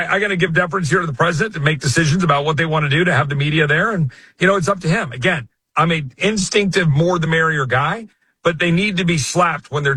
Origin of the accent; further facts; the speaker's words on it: United States; I believe that as a Christian. I believe that as an American. I believe that as a conservative.